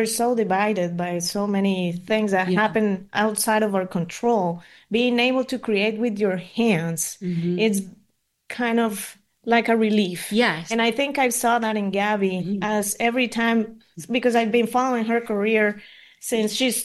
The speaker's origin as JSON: {"language": "English", "country": "Colombia", "moved": "yes", "said": "I'm from Colombia originally, and I've seen it in my country."}